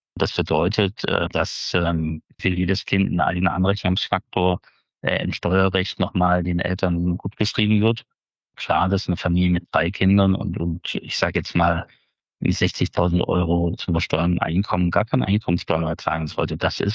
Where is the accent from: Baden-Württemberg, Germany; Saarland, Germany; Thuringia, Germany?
Thuringia, Germany; Jena; born or raised there